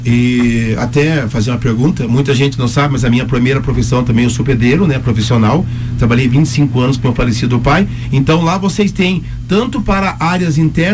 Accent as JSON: {"language": "Portuguese", "region": "São Paulo", "country": "Brazil", "moved": "as an adult", "said": "No dia 20 de maio do ano 2000, eu vinha lá da minha cidade, interior de São Paulo, com mala e cuia."}